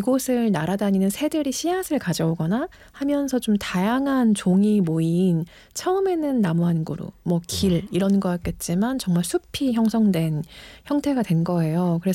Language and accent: Korean; Seoul, South Korea; 저도 그래서 성인이 된 이후에 제가 20살 이전에 살던 그 상도동 아파트를 몇 번 가본 적이 있어요. 근데 저는 진짜 그야말로 아파트 키즈여서